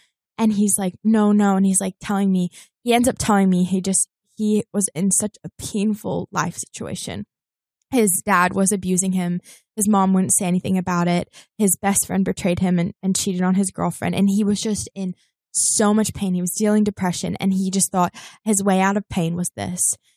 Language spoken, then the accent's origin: English; New Zealand; moved away as an adult; now in Los Angeles, United States; So I had just several years ago, I just moved to LA. I grew up in New Zealand, moved to LA.